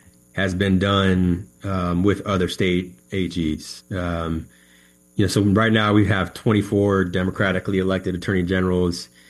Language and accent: English; Washington, United States; also born or lived in California; I grew up in Washington. I was born in California, but moved up here when I was a kid.